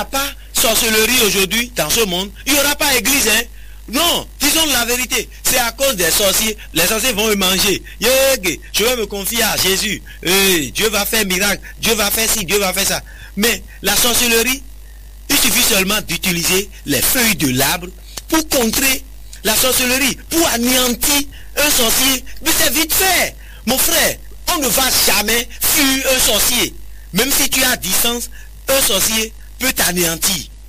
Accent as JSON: {"language": "French", "country": "Benin", "said": "Moi, je suis béninois."}